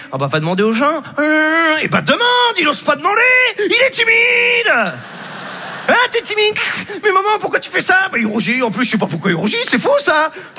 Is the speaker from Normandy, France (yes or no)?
yes; Normandy, France; J'ai grandi en Basse-Normandie, et une... et une psy en Basse-Normandie, on va relativiser, c'est pas pareil, non.